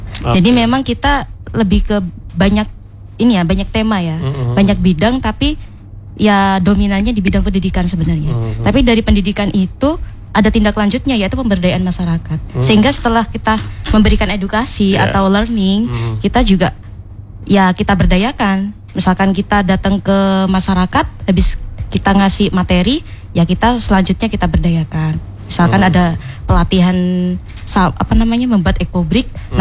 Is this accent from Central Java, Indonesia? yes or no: no; Banyuwangi, East Java, Indonesia; moved away as an adult; also born or lived in Bandung; now in Sidoarjo or Surabaya, Indonesia; kalau saya aslinya Banyuwangi.